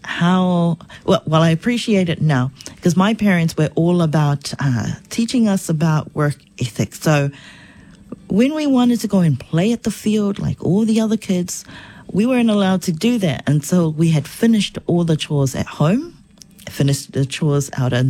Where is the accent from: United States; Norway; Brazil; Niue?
Niue; Growing up in Niue